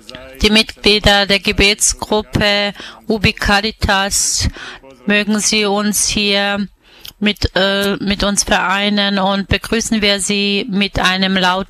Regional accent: South Korea; Wir kommen aus Südkorea

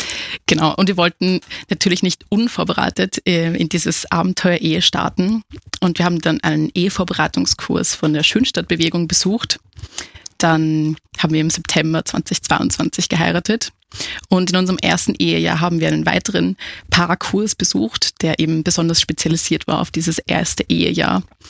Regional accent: Vienna, Austria; Wir kommen beide aus Wien und dort wohnen wir auch im zweiten Bezirk.

